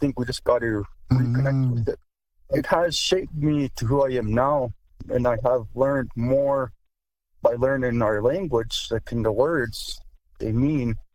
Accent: Alberta, Canada; I'm from the Blood Tribe, and I come from Small Blankets or Small Robes clan. But I'm not fluent, but I know some Blackfoot.

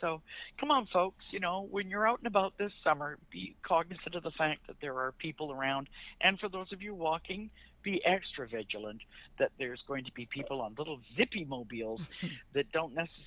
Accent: Vancouver, British Columbia, Canada; I grew up on Kit's pool because I grew up in Kit's.

